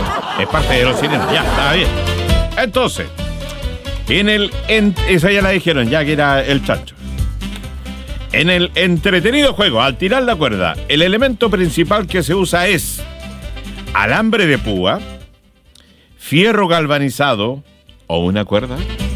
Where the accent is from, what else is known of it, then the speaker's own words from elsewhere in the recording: Chile; ¿Somos o no somos buenos chilenos?